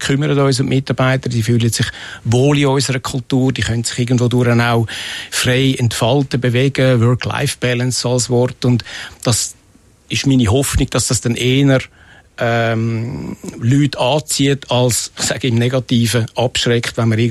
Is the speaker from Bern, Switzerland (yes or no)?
no; Zurich, Switzerland; born or raised there